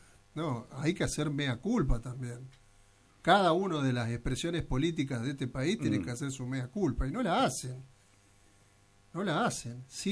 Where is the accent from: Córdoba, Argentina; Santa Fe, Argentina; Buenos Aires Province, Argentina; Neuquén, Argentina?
Buenos Aires Province, Argentina; Ramallo; Yo soy de Ramallo, nacido y criado en el partido Ramallo, en el barrio La Isoca.